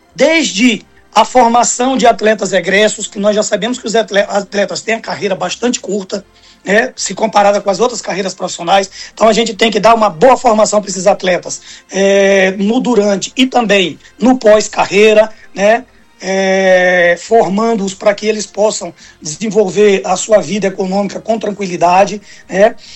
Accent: Maranhão, Brazil; eu sou maranhense na veia.

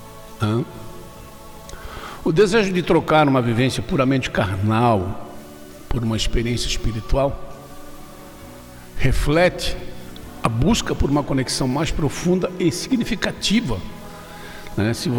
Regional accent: Brazil; Lógico que nós somos brasileiros

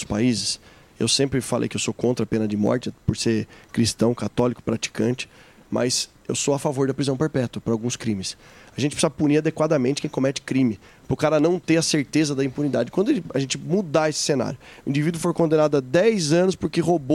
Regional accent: Sorocaba, São Paulo, Brazil; Sabe que eu sou sorocabano, né?

